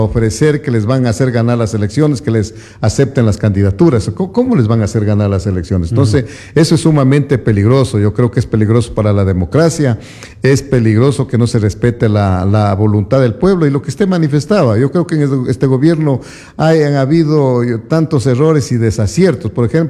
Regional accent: Loja, Ecuador; nosotros como ecuatorianos, como lojanos

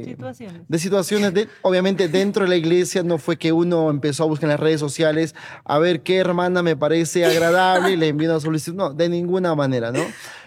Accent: Cochabamba, Bolivia; Me siento muy contento de estar aquí en mi tierra. De hecho, yo soy cochabambino. Viví prácticamente toda mi niñez y parte de mi adolescencia.

